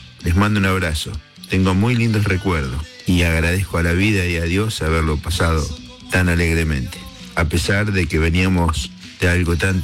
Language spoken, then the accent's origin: Spanish; Casilda, Santa Fe, Argentina; Yo manejaba un camión de acá de mi pueblo, de Casilda, y se paró el país.